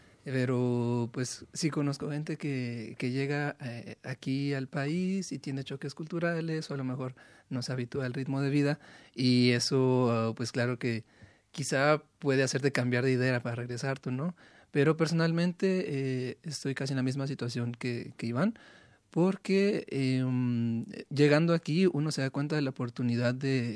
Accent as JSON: {"language": "Spanish", "region": "northern Mexico", "country": "Mexico", "said": "Como soy del norte de México, uno haría más como, arre, ¿vamos a comer o qué?"}